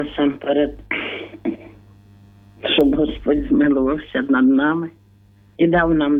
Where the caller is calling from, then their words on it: Zhytomyr Oblast, Ukraine; Ми з Житомирщини, але на Житомирі в Житомирі був, а ми сюди Коростишів.